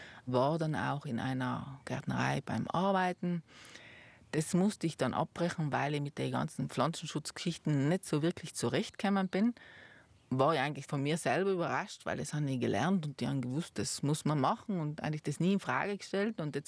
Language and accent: German; Eisack Valley, Trentino-Alto Adige, Italy; now in Passeier Valley, Italy; Also ich komme ursprünglich aus dem Eisacktal, bin eine Zugroßte.